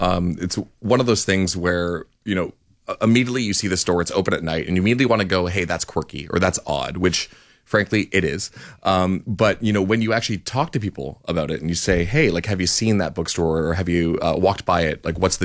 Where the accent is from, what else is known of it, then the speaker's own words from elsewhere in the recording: Nova Scotia, Canada; So I'm from Nova Scotia, but I do a lot of work in TV and reality, unscripted.